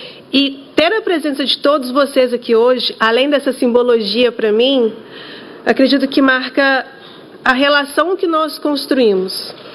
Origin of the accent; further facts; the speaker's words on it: Minas Gerais, Brazil; eu, como mineira, devo tudo a Minas. Foi onde eu nasci, onde eu cresci, foi onde eu comecei a minha vida de relações governamentais